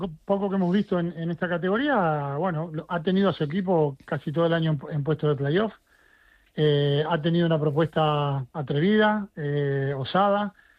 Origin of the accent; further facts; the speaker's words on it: Argentina; Como argentino te hablo.